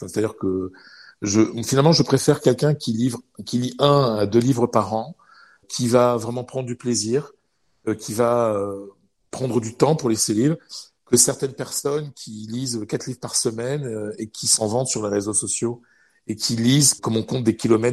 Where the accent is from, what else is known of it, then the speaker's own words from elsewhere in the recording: Hauts-de-France, France; moved away as an adult; also born or lived in Madrid, Spain; Je viens d'une famille modeste, d'un petit village du Pas-de-Calais. J'ai été élevé à la ferme. Voilà, mes grands-parents étaient agriculteurs, hein, petits agriculteurs, hein, toute petite ferme, 5 hectares, 4 vaches